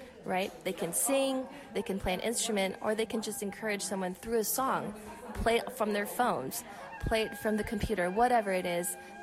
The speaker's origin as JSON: {"language": "English", "town": "Las Vegas", "region": "Nevada", "country": "United States", "tie": "born there", "said": "It's my real name. I didn't make it up. I think my mom gave it to me because I was born in Vegas."}